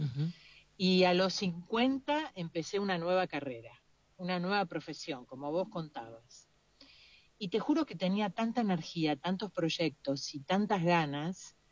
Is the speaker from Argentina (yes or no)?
yes; Argentina; moved away; los argentinos que vivimos acá